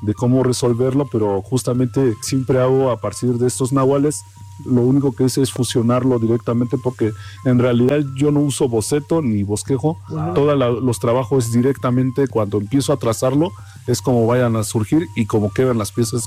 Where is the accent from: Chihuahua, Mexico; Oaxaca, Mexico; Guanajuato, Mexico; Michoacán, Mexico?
Oaxaca, Mexico; first language Mazatec; Spanish is a second language; Antes que nada, pues un saludo en mi lengua materna, es la lengua mazateca del estado de Oaxaca, principalmente en la Sierra Mazateca.